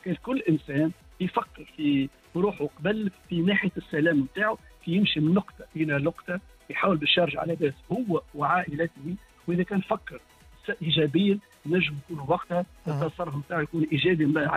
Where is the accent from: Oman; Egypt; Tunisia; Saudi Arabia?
Tunisia; عندنا في تونس